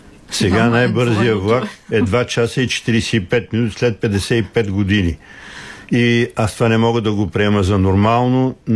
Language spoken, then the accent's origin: Bulgarian; Plovdiv, Plovdiv Province, Bulgaria; Аз съм от Пловдив, пътувах си редовно всяка седмица.